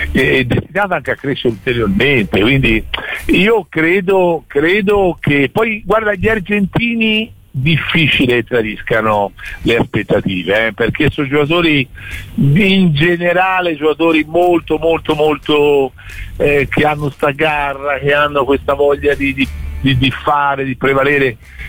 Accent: Florence, Tuscany, Italy; ma io ti dico, da fiorentino che ha lavorato 5 anni a Pisa, Dio, è forte la rivalità, fortissima.

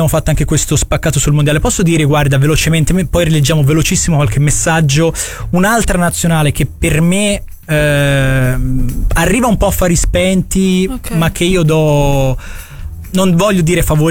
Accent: Antella, Tuscany, Italy; ci separa un poggio, come diremo dalle nostre parti, la collina di Belmonte a separare Lantella e Grassina, per cui pochi chilometri

